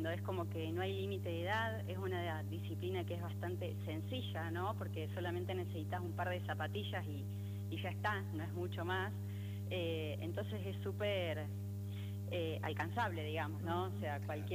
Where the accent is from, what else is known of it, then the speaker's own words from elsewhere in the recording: Ushuaia, Tierra del Fuego, Argentina; moved away; nací, viví muchos años en Ushuaia.